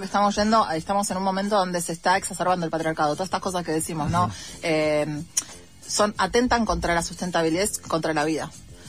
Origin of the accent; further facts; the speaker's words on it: Argentina; lo estamos pasando muy mal en la Argentina